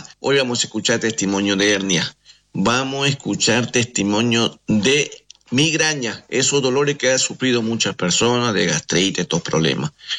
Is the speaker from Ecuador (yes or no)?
yes; Amazon, Ecuador; como católico que soy, como ecuatoriano, que vengo de la mitad del mundo, de esa alta Amazonía, allá en nuestro Ecuador, mi Ecuador lindo del alma.